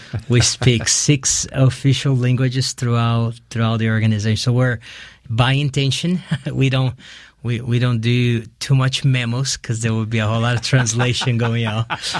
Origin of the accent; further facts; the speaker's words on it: Brazil; English is a second language; Well, I grew up in Brazil. As a Brazilian, you hear about Christ, you have the big Christ in mm-hmm. Rio, and you know, so Christianity is not something I never heard of it.